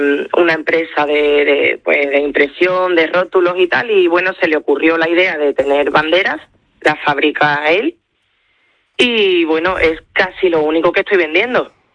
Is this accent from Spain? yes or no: yes; Spain; que por favor que luche por esta ciudad, que aquí somos españoles, nos sentimos españoles y además lo demostramos día a día